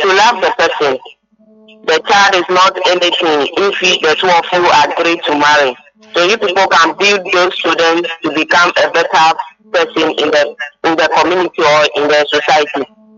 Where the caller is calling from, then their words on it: Apollonia, Ghana; I'm calling from Apollonia.